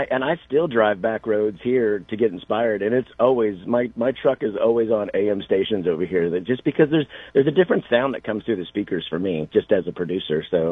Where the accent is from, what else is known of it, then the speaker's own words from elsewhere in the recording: Grass Valley, California, United States; moved away as an adult; now in Nashville, United States; I was born in Southern California, but moved to Grass Valley when I was four. So it's pretty much been my whole life.